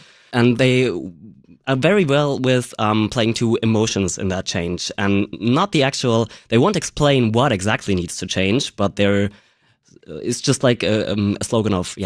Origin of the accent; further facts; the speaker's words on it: Germany; Well, growing up in Germany and going to school in Germany, you're probably going to learn about the American dream at some point.